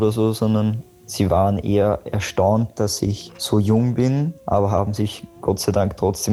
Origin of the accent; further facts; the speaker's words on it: Lower Austria, Austria; Also bei uns im Mostviertel ist das natürlich wunderschön